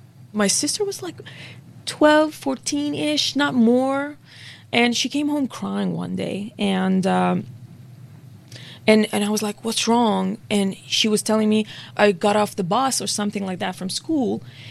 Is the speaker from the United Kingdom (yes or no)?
no; Iran; now in United States; It's very ironic because I'm from Iran and we can't have freedom of speech.